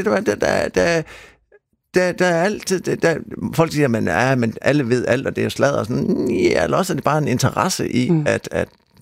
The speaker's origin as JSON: {"language": "Danish", "town": "Durup", "region": "Central Denmark Region", "country": "Denmark", "tie": "born or raised there", "also_born_or_lived": "Copenhagen", "moved": "as an adult", "lives_now": "Thise, Denmark"}